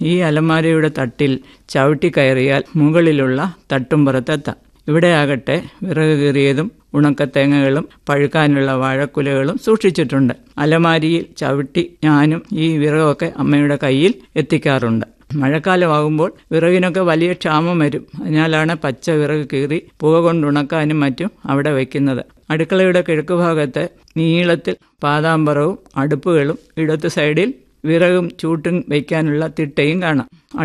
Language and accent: Malayalam; Pathanamthitta, Kerala, India; now in Thiruvananthapuram, India; കോവിലാറും ചുട്ടിപ്പാറയെന്ന വലിയ പാറമലയും റോഡും പാലവും ഒക്കെയുള്ള ടൗണിനോട് ചേർന്നുള്ള പത്തനംതിട്ട എന്ന സ്ഥലത്താണ് ഞാൻ ജനിച്ചു വളർന്നത്.